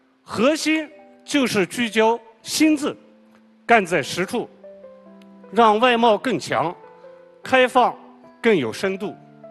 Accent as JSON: {"language": "Chinese", "region": "Qinghai", "country": "China", "said": "咱们青海人"}